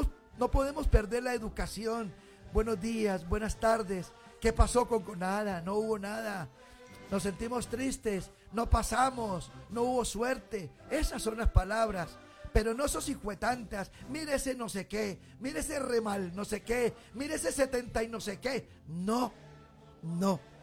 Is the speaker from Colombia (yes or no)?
yes; Colombia